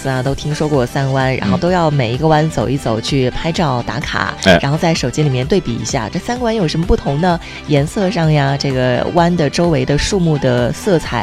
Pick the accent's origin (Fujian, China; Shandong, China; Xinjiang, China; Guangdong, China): Xinjiang, China